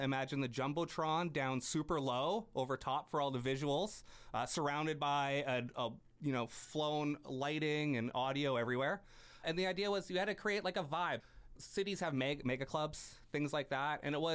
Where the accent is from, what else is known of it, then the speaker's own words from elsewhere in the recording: Prince George, British Columbia, Canada; growing up in Prince George, when I was under 19